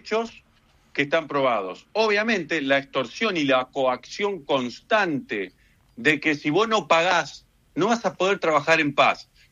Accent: Argentina; Una pregunta que nos hacemos todos como argentinos, como personas que vivimos bajo un Estado de Derecho.

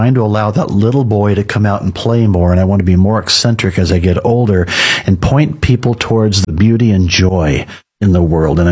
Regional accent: Springfield, Illinois, United States; I grew up in Springfield, Illinois.

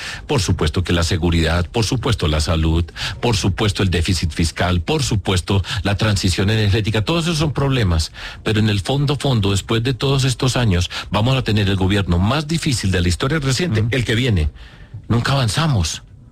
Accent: Antioquia, Colombia; En Antioquia. Mi tierra

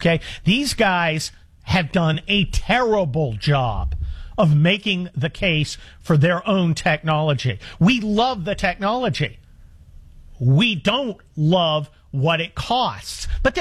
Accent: San Mateo, California, United States; I grew up right around Silicon Valley out in San Mateo, California, but I was not a tech bro.

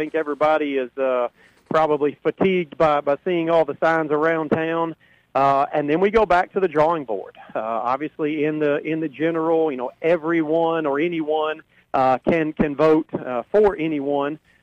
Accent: Hopkinsville, Kentucky, United States; Hopkinsville as a whole has been my city, has been my hometown for almost 50 years.

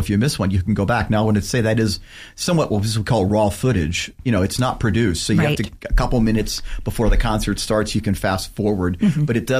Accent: Cincinnati, Ohio, United States; You know, I grew up in Cincinnati and heard … so many times

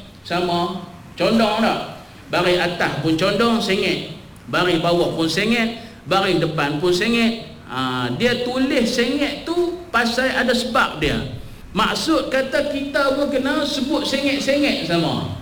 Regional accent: Kedah, Malaysia; also born or lived in Penang; Ha, saya orang Kedah juga, orang utara juga, orang Pinang juga.

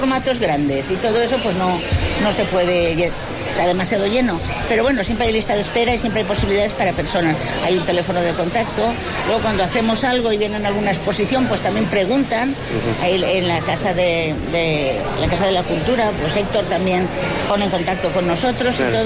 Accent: Valencia, Valencian Community, Spain; born there; now in Xàtiva, Spain; Yo mira, yo no soy nacida aquí en Játiva, soy nacida en Valencia.

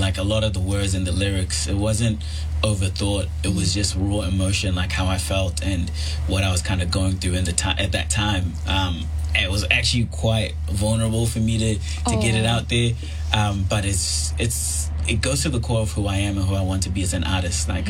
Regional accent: New Zealand; also born or lived in Zimbabwe / Canada; I was born in Zimbabwe, and I've grown up in between New Zealand and Canada.

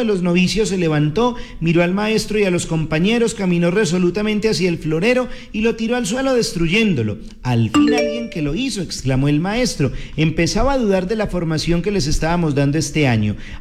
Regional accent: Colombia; disfrutando de una excelente programación y como colombianos, unidos en la oración por nuestros nuevos dirigentes

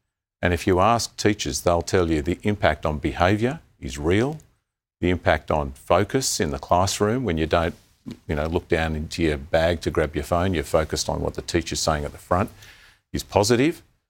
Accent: Cabramatta, New South Wales, Australia; I'm a kid from Cabramatta who is the first person in my family to finish year 10

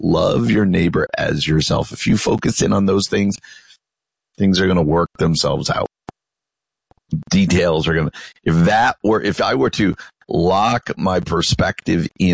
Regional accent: New Jersey, United States; I remember growing up in New Jersey, that's when we would go back to school the day or two after Labor Day.

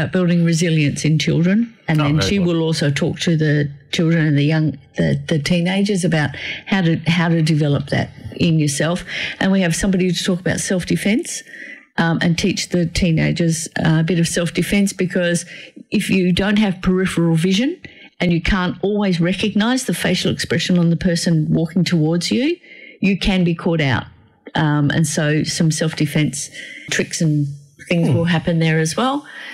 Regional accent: Australia; born there; So, you know, I'm actually thankful I was born in Australia.

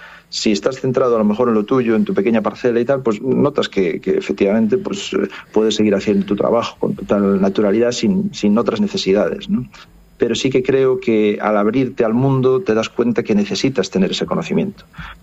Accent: Galicia, Spain; como buen gallego, yo se lo digo a mis alumnos

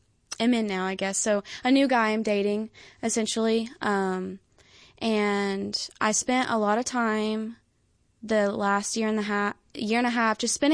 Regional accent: Decatur, Tennessee, United States; moved away as an adult; now in Chattanooga, United States; I'm originally from Decatur, Tennessee, so that's about an hour north of Chattanooga. I lived there since I was 5 days old until 2018, and I've been living in Chattanooga since 2018.

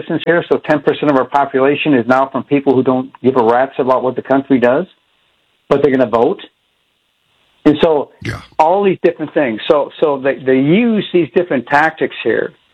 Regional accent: Virginia, United States; Look at the districting, redistricting they tried here in my home state of Virginia.

